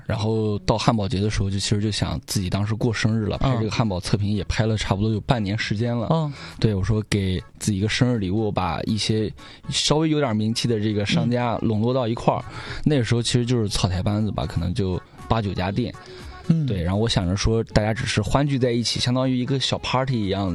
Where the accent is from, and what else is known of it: China